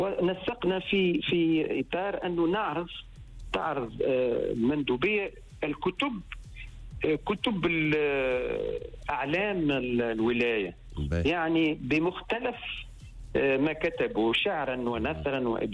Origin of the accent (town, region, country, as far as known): Tunisia